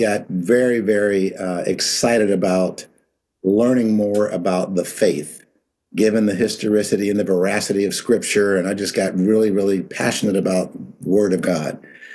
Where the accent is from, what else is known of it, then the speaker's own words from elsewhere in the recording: Pittsburgh, Pennsylvania, United States; But that's where I grew up in Pittsburgh, and I had a really low self-image really growing up.